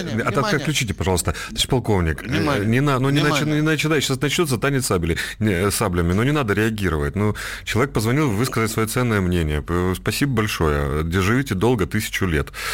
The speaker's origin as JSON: {"language": "Russian", "town": "Donetsk", "region": "Donetsk Oblast", "country": "Ukraine", "said": "Если позволите, я просто, знаете, я же из Донецка."}